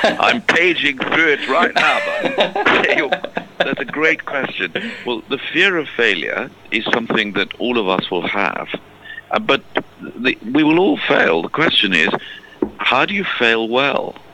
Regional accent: South Africa; moved away as an adult; also born or lived in Cambridge, England; now in London, United Kingdom; I grew up in South Africa, went to university there, studied law and philosophy.

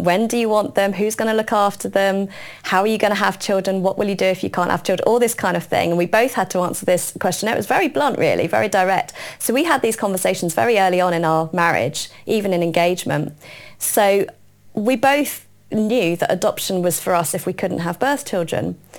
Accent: South East England, United Kingdom; born there; moved away as an adult; also born or lived in Keynsham; now in York, United Kingdom; I was born in the UK. I was born near Keynsham. Well, I grew up in Keynsham, yes. For the first few years of my life, and then we moved to Berkshire.

